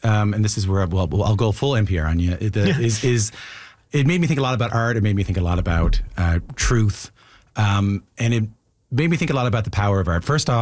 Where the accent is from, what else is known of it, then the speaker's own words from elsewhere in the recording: Newfoundland and Labrador, Canada; And I'm Irish Catholic from Newfoundland.